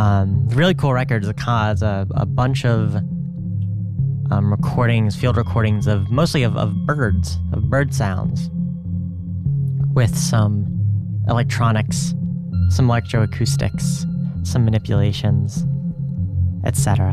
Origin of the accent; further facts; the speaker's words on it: New Jersey, United States; I'm from New Jersey.